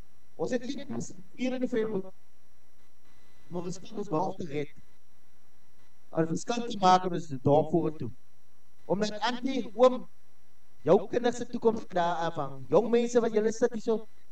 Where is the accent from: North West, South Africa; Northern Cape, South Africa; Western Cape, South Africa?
Western Cape, South Africa; Ek kom van Hessequa, maar ek het 'n bietjie te vinnig gery hier na toe